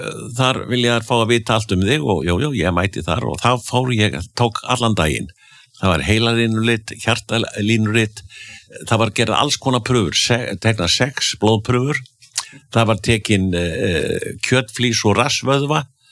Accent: Akureyri, Northeastern Region, Iceland; þetta minni mig á þegar ég var krakki alast upp á Akureyri.

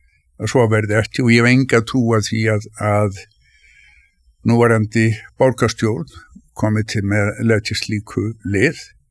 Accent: Reykjavík, Capital Region, Iceland; ég fættist 1949 og ég óks upp tölvært mikið í Norðumýrinni.

